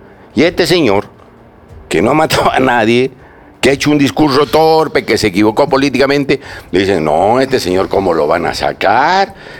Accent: Peru

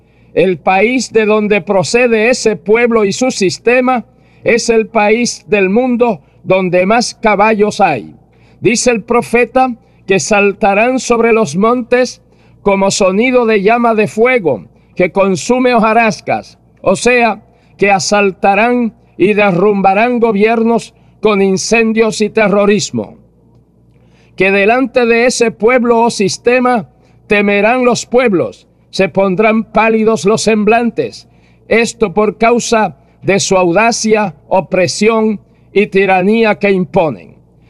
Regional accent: Puerto Rico; also born or lived in Cuba; Mi esposa y este servidor, que somos de aquí, de Puerto Rico, estuvimos como misioneros en Cuba por espacio de casi 17 años.

